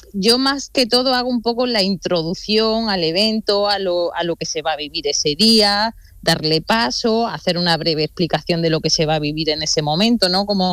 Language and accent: Spanish; Dúrcal, Andalusia, Spain; también porque vengo del mundo rural, yo soy de un pueblo, soy de Durcal, de Granada, del Valle del Lecrín, y mis padres tenían casas rurales, ¿eh?